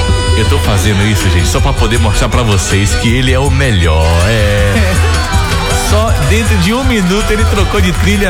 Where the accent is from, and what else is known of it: Northeast Region, Brazil